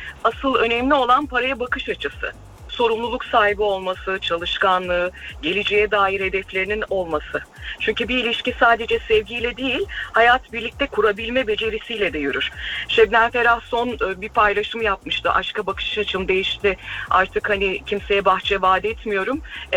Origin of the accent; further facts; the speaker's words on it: İzmir, Turkey; uzun yıllar haber spikerliği yaptım, TRT geçmişim var, İzmirliyim aslen.